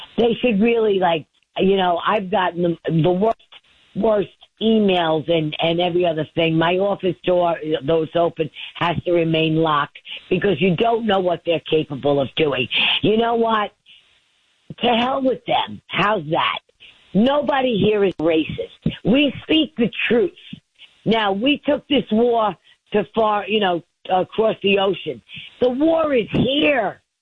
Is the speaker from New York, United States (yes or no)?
yes; Queens, New York, United States; I am from Queens. I am from the president's borough of Queens. He and I grew up not too far.